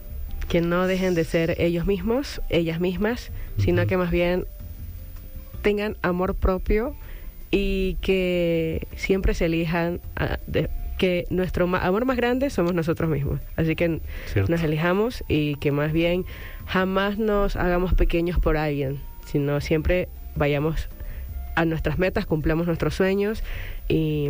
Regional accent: Guayaquil, Guayas, Ecuador; yo soy de Guayaquil.

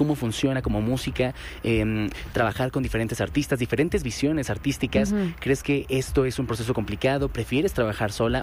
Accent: Mexico

